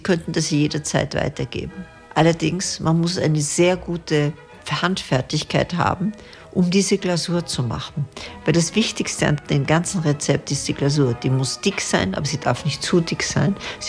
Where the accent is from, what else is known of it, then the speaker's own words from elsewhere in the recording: Vienna, Austria; moved away as an adult; now in Seefeld, Austria; ich bin Wienerin, ich war in der Schule in Wien, ich habe studiert in Wien, da kenne ich wahnsinnig viele Leute. Und Tirolerisch kann ich leider immer noch nicht